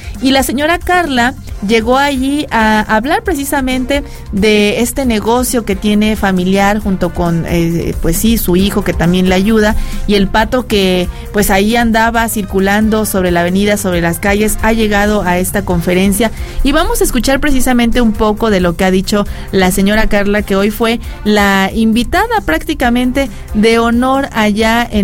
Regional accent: Mexico; hoy como mexicanos somos un ejemplo, además de tener esta hermandad y de brindar y dar la bienvenida a todos los extranjeros

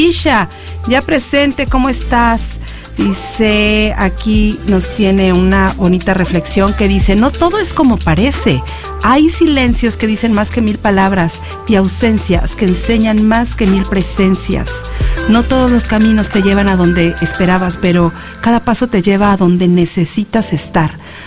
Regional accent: Huauchinango, Puebla, Mexico; moved away; hasta se parece a mi tierra allá, Huauchinango, Puebla, que yo le digo que es... Bueno, me dicen, ¿es o no es tu tierra? Es que, más o menos, sí. Sí, lo puedo considerar. Allí viví muchos años.

